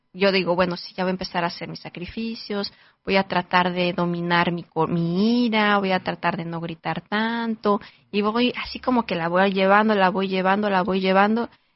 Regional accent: Mexico; born there; moved away; yo que vengo de México, pues sí, yo rezaba el rosario con mi abuelita, con mi mamá

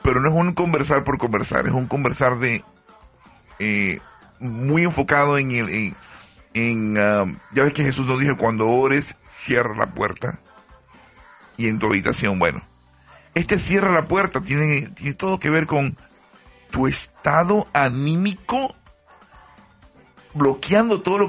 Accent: Panama; yo antes de los 15 años yo sabía que era panameño, pero ahora puedo, o antes de los 18 años ya yo sé que era panameño, no, porque te dan la cédula en Panamá. Sigo siendo panameño

